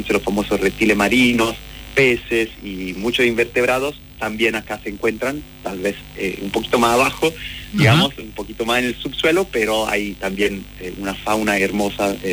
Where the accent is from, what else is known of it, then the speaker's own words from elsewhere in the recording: Italy; moved away as an adult; now in Argentina; yo trabajé unos años, antes de mudarme acá en Argentina, trabajé bastante en Italia, de donde vengo, digamos, pero no había dinosaurio para mí, así que me mudé justamente acá para perfeccionarme